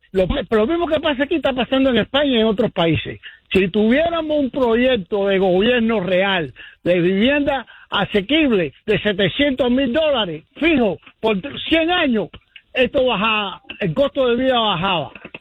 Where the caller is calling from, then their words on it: New Jersey, United States; De New Jersey.